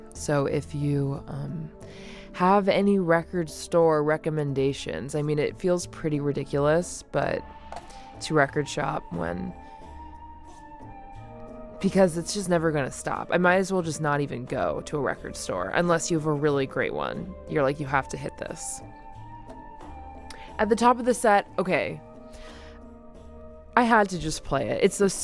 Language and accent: English; Los Angeles, California, United States; moved away; I grew up in the Palisades, which is no longer there. And my parents are living in Santa Monica now.